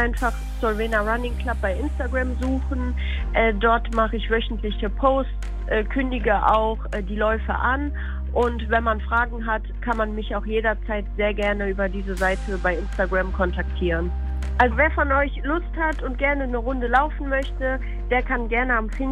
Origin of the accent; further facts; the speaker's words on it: Solingen, North Rhine-Westphalia, Germany; Hallo zusammen … ich komme aus Solingen